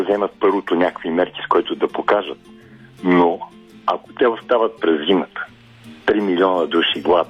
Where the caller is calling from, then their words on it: Sofia, Sofia City, Bulgaria; от София съм.